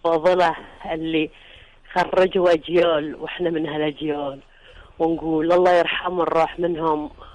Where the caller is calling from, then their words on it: Bahrain; احنا عندنا في البحرين